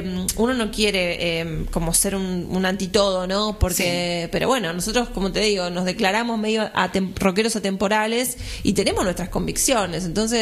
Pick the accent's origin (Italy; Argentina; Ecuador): Argentina; argentinos y hablemos como argentinos. O sea, está bien, es la lengua castellana, hablamos español, pero acá tenemos una forma de hablar, ¿entendés?